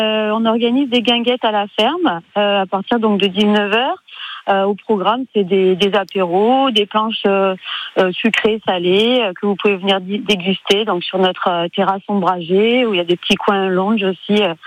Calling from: Montélimar, Auvergne-Rhône-Alpes, France; je suis à Montélimar.

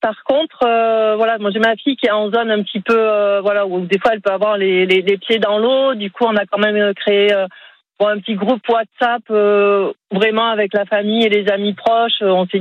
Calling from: Montpellier, Occitanie, France; Moi, je suis sur Montpellier, du coup, il y a plein de circulations

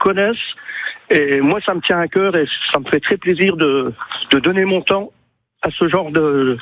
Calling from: Grand Est, France; je suis de Lorraine.

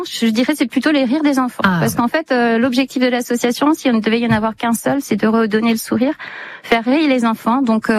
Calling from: Bitche, Grand Est, France; moi, je suis de Beach

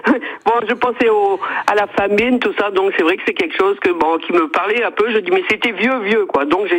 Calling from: Saint-Renan, Brittany, France

